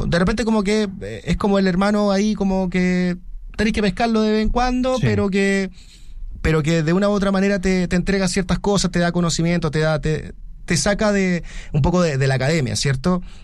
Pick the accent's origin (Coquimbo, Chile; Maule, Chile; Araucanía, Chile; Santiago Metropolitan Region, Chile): Araucanía, Chile; Temuco; moved away; yo soy de Temuco